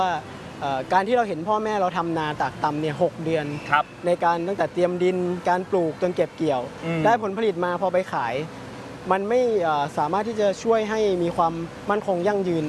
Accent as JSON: {"language": "Thai", "region": "Isan", "country": "Thailand", "tie": "born or raised there", "said": "ในอดีตคือเราเป็นชาวนาที่อยู่กลางทุ่งกุลาร้อง"}